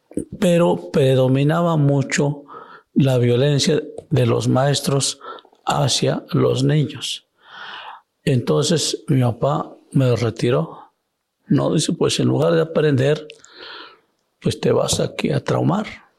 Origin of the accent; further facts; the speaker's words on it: Taneche de Zaragoza, Oaxaca, Mexico; first language Zapotec; Spanish is a second language; yo soy originario de la Sierra Norte de Oaxaca, o Sierra Juárez, conocido actualmente, llamado el municipio Taneche de Zaragoza, del estado de Oaxaca, desde luego. Y, como lo comentaba antes, mi lengua natal es el zapoteco.